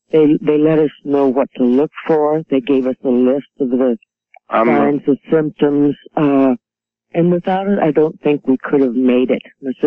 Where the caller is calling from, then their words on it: Phoenix, Arizona, United States; from Phoenix.